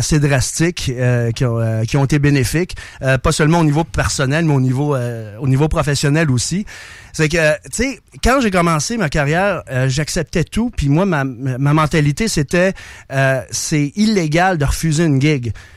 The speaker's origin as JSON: {"language": "French", "town": "Trois-Rivières", "region": "Quebec", "country": "Canada", "tie": "born or raised there", "said": "je viens de Trois-Rivières, donc c'est à l'école secondaire de La Salle."}